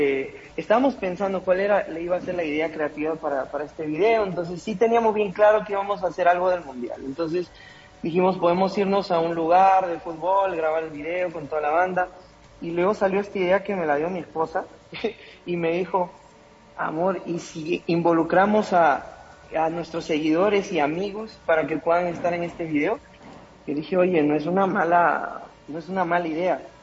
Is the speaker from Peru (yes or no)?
yes; Peru; moved away as an adult; now in Bogotá, Colombia; Yo soy de Perú, pero vivo en Colombia